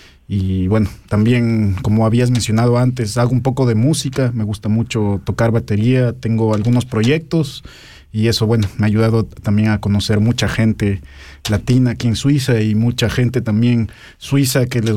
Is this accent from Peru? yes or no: no; Ecuador; moved away as an adult; now in Switzerland; soy de Ecuador. Soy soltero. Bueno, ya vivo casi 4 años en Suiza. Antes también tuve la oportunidad de vivir en Berna.